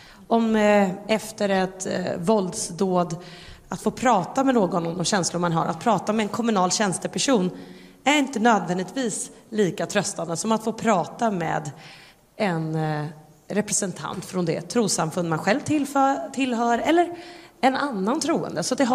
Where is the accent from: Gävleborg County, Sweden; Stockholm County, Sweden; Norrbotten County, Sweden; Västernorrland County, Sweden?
Stockholm County, Sweden; Solna; i Solna, i min hemstad